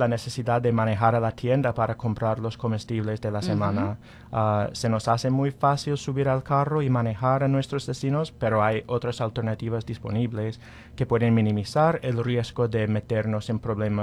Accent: Indiana, United States; Yo soy del norte de Indiana originalmente, ahí hay algunas comunidades de Amish

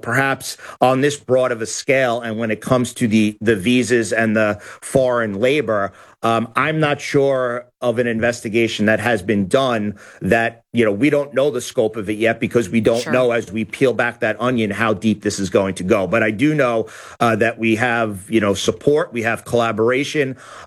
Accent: New York, United States; My home state, the state of New York

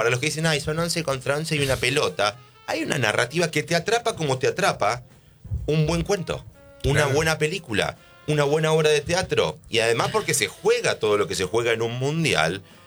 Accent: Argentina

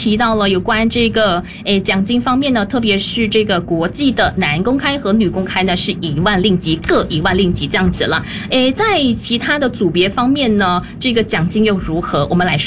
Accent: Malaysia; 其实我们就是马来西亚的公民

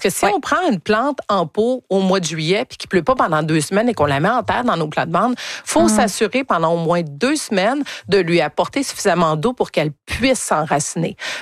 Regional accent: Quebec, Canada; parce que je viens encore une fois de l'Estrie, on a des chevreuils hein, qui mangent les haies de cèdre.

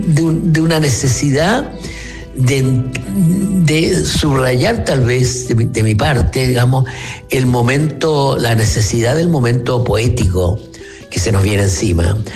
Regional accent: Lautaro, Araucanía, Chile; born there; moved away; paseando por mi pueblo, por Lautaro

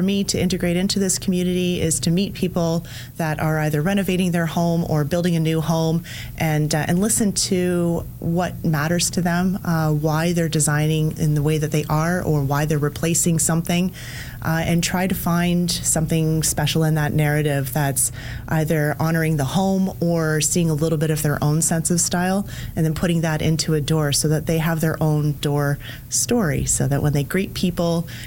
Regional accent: Ontario, Canada; moved away; I came from Ontario, where it's a lot of beige and tan and taupe and black, and it's and color is almost mocked, especially in a suburban or a city setting.

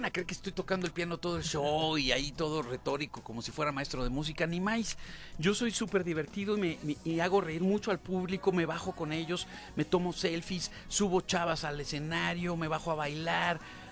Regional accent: Mexico

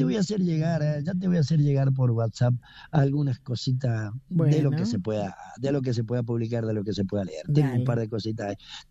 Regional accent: Uspallata, Mendoza, Argentina; En Uspallata, que es mi pueblo natal, una FM chiquita.

